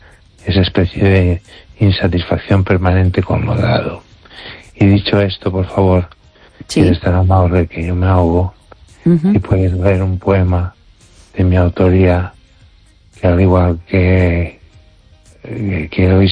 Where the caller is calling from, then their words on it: Ourense, Galicia, Spain; desde Orense.